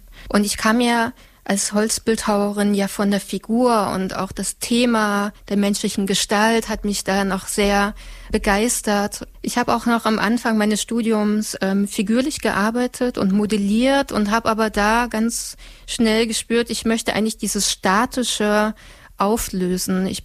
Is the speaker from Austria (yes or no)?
no; Saxony, Germany; now in Halle, Germany; Ich lebe und arbeite in Halle. Ursprünglich komme ich aber aus der Oberlausitz, aus Sachsen. In der Nähe von Bautzen liegt das und ich bin 41 Jahre alt.